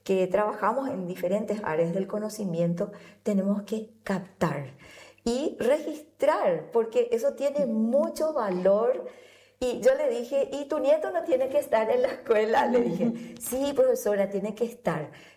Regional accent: Paraguay; nosotros somos así, los paraguayos

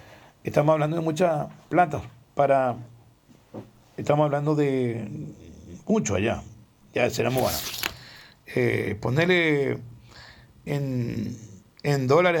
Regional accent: Pilar, Ñeembucú, Paraguay; nosotros que somos acá de Pilar

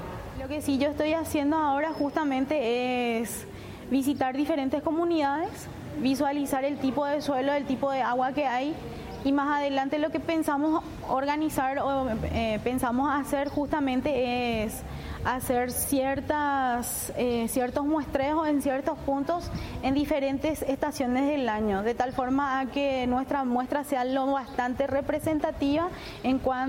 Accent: Presidente Hayes, Paraguay; vengo del departamento de Presidente Hayes

